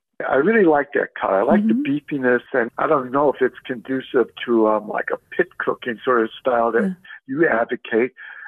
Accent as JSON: {"language": "English", "town": "Scottsdale", "region": "Arizona", "country": "United States", "said": "I'm from Scottsdale, Arizona."}